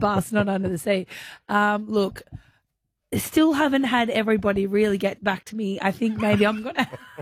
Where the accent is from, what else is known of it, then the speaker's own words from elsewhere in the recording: Cobargo, New South Wales, Australia; Yes, I'm from Cobargo.